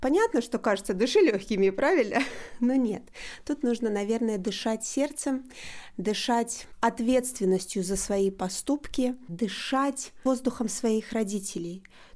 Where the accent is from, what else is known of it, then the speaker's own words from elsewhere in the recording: Gomel, Gomel Region, Belarus; я режиссер из Беларуси, город Гомель.